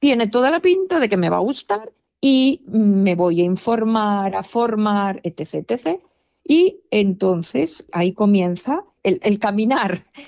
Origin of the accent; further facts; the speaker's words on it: Spain; pero como española mayor de 70, solamente yo.